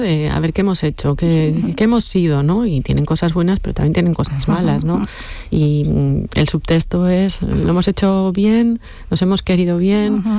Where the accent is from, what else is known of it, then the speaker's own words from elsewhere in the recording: Errenteria, Basque Country, Spain; Yo soy de Rentería